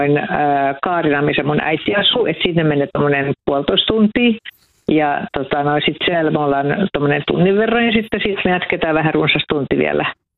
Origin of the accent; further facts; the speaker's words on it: Vihti, Uusimaa, Finland; Joo, me ollaan Vihdistä meillä on mökki täällä Korppossa